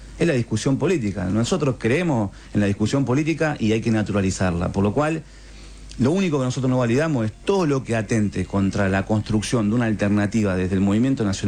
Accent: Lanús, Buenos Aires Province, Argentina; yo soy de Lanús

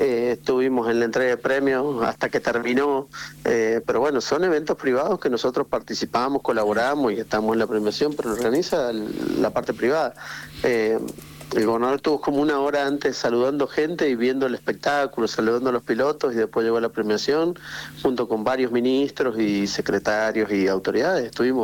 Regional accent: San Juan, Argentina; una de las características fundamentales que tenemos los sanjuaninos

